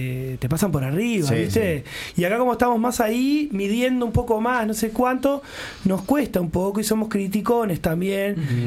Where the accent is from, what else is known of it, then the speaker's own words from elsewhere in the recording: Uruguay; esa cosa media que somos los uruguayos